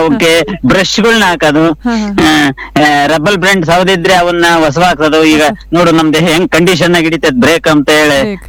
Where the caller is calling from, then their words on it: Chitradurga district, Karnataka, India; ಚಿತ್ರದುರ್ಗ ಜಿಲ್ಲೆ.